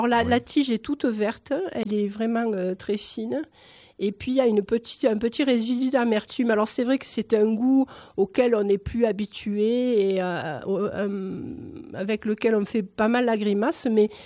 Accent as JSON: {"language": "French", "town": "Nîmes", "region": "Occitanie", "country": "France", "tie": "born there", "said": "Alors moi qui viens du midi, pas du midi moins le quart, je suis née à Nîmes pour tout vous dire."}